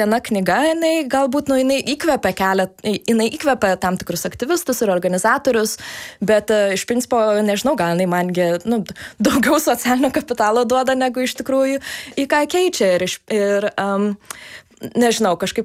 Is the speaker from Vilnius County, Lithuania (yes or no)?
no; Kaunas, Kaunas County, Lithuania; moved away as an adult; o aš iš Kauno